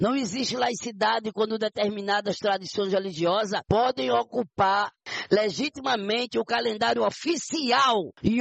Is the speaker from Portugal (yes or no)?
no; Recife, Pernambuco, Brazil; desse povo que somos nós aqui de Recife e desta cidade